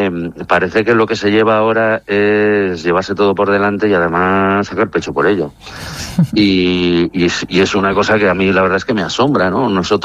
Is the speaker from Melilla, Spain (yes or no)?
no; San Sebastián, Basque Country, Spain; empecé en San Sebastián, de donde soy, haciendo, o sea, en el Diario Vasco, haciendo prácticas allí y tal